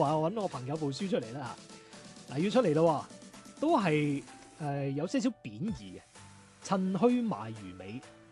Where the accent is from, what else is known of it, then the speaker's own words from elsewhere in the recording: Guangdong, China; 嗱，呢一个咧就系我哋广府人咧，用一啲好特别嘅场景或者引个古人出嚟，而讲一句好特别嘅歇后语。